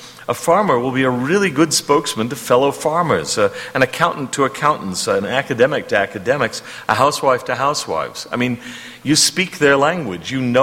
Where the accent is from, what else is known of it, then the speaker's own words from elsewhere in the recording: United States; as an American